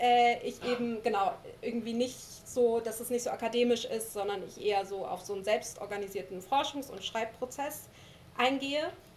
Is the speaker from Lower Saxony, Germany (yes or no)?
yes; Lower Saxony, Germany; born there; Genau, ihr wisst schon, ich bin im Wendland geboren, da ist einfach ein Umfeld, was so sehr widerständig alternativ ist. Ich bin in einer akademisch geprägten Familie aufgewachsen, das war ein sehr unterstützendes Umfeld.